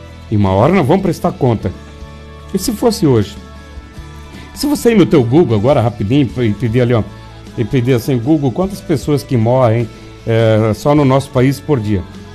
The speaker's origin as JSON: {"language": "Portuguese", "town": "Joinville", "region": "Santa Catarina", "country": "Brazil", "moved": "yes", "lives_now": "Itaió, Brazil", "said": "Eu era de Joinville e vim pra cá agora há pouco tempo aí. Há 16 anos aqui, com vocês aqui na cidade de Itaió."}